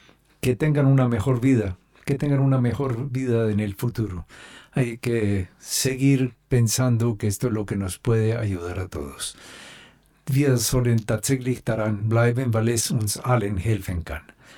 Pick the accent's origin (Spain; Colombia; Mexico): Colombia; Todos estamos participando y no somos todos venezolanos. Yo soy colombiano